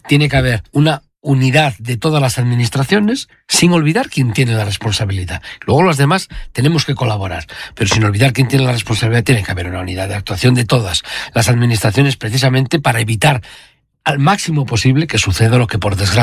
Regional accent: Bembibre, Castile and León, Spain; lo mejor de todo es cuando salgo de Madrid y digo, me voy para mi tierra. Yo vivo en Bembibre.

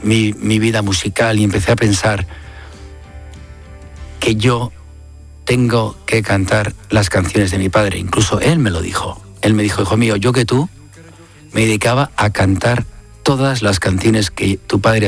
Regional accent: Spain; Ha sido muy difícil intentar hacer un concierto de mi padre en mi país, en España, sí, sin pasarme 4 horas encima de un escenario.

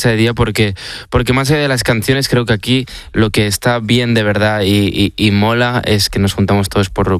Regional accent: Barcelona, Catalonia, Spain; yo soy un chico de Barcelona

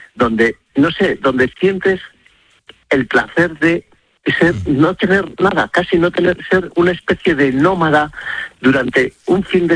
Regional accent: Castile and León, Spain; also born or lived in Madrid; Pero bueno, ¿cómo no lo voy a conocer si es mi tierra? Si es que yo me crié tirando cantos a los del pueblo de arriba, a los de Navasequilla, y los de la Lastra me tiraban cantos a mí

